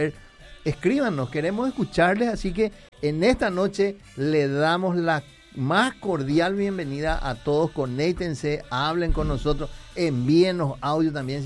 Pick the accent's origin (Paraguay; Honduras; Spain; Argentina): Paraguay; Acá somos paraguayos.